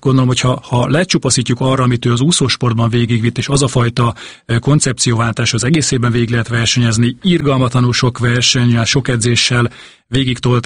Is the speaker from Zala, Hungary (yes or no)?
yes; Zalaegerszeg, Zala, Hungary; azért, mert ő is zalaegerszegi, mint ahol én származom